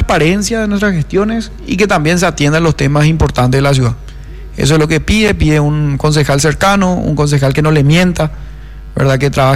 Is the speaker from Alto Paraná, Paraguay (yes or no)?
no; Luque, Central, Paraguay; Yo soy Laurelty, laureltiense.